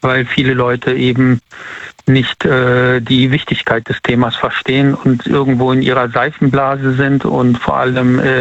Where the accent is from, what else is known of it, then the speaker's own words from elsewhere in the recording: Siegburg, North Rhine-Westphalia, Germany; Ich komme aus Siegburg. Bei Bonn.